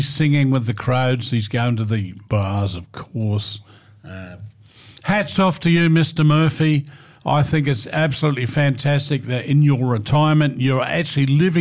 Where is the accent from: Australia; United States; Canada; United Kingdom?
Australia; As an Aussie, wearing the green and gold, the boxing kangaroo as well